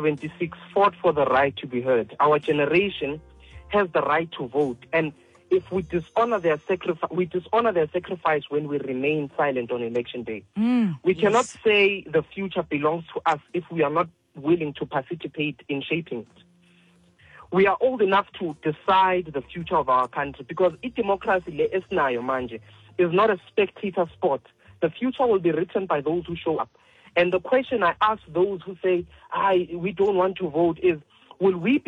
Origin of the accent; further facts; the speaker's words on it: South Africa; as South African creators and influencers and celebrities